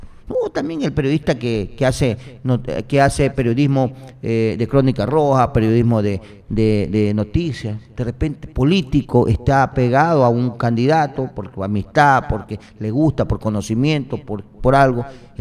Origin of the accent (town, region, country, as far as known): Ecuador